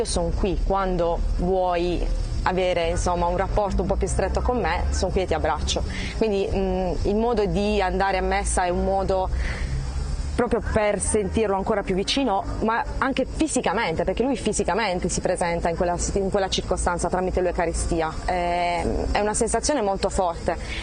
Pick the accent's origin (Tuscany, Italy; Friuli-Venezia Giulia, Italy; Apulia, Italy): Apulia, Italy; Bari; vengo da Bari, dall'Italia.